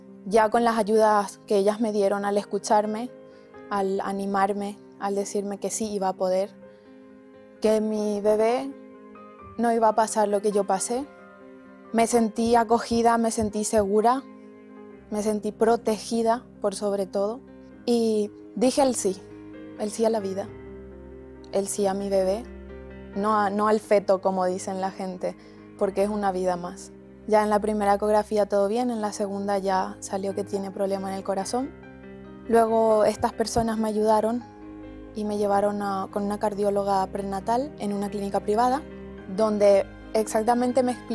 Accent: Paraguay; now in Granada, Spain; tengo 23 años, soy de Paraguay y mami de Bastián.

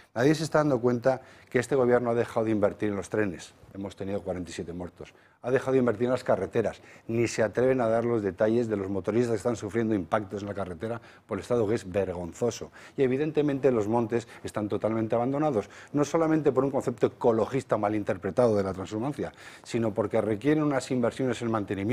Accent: Bilbao, Basque Country, Spain; De mi tierra, en concreto en Bilbao, que hemos visto unas escenas

